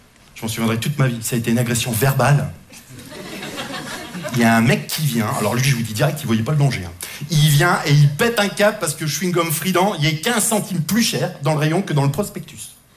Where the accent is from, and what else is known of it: France; now in Belgium